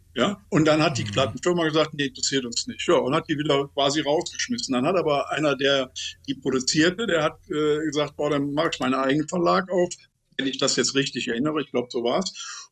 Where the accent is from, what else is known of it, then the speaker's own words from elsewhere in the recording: Cologne, North Rhine-Westphalia, Germany; Wie kann ich mit Kölnern und wie kann ich mit mir als Kölner leben?